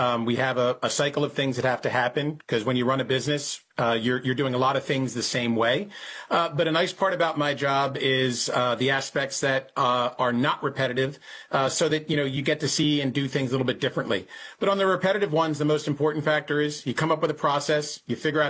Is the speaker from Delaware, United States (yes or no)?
yes; Wilmington, Delaware, United States; now in Glen Mills, United States; So I grew up in Wilmington, Delaware. I currently live now in Glen Mills, Pennsylvania. I am the youngest of two in my family.